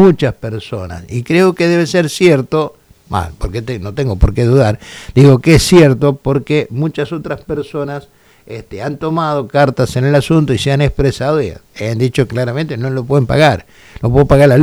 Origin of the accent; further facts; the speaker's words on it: Argentina; somos argentinos